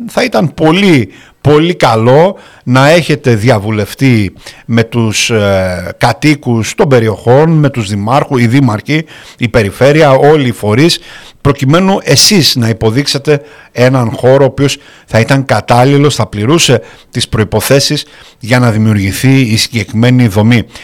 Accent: Heraklion, Crete, Greece; στην ενορία από όπου είμαι και εγώ ουσιαστικά, όπου μεγάλωσα, στο Μιχαήλ Αρχάγγελο

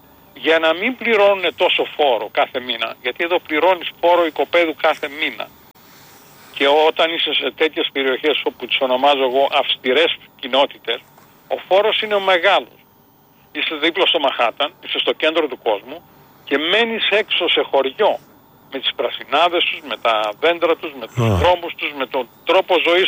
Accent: Kastoria, Western Macedonia, Greece; Αλλά εγώ δεν είμαι πατρινός, εγώ είμαι Καστοριανός. Μιλάω για την Καστοριά τώρα.

